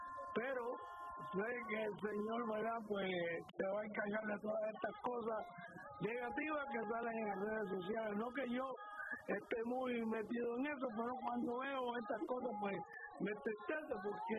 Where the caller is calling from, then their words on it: Puerto Rico; como nosotros puertorriqueños decimos